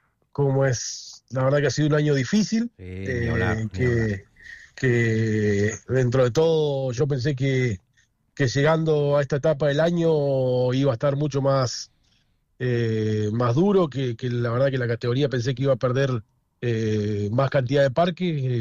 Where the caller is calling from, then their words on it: Gobernador Costa, Chubut, Argentina; mi pueblo, Gobernador Costa